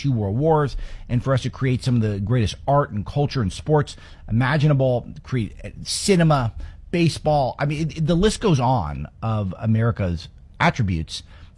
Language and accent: English; Los Angeles, California, United States; I was struck growing up in Los Angeles